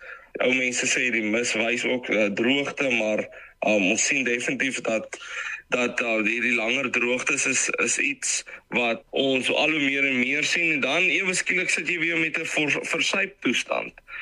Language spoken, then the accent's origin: Afrikaans; Louis Trichardt, Limpopo, South Africa; moved away as an adult; die mooie dorpie waar ek groot geword het. Ek kom van Louis Trichardt af en natuurlik is landbou baie pertinent gedeelte van die dorp. So ek het met dit groot geword